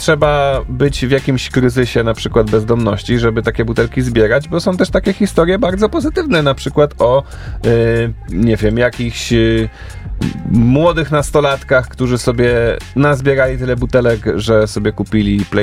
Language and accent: Polish; Warsaw, Masovian Voivodeship, Poland; born there; urodziłem się w Warszawie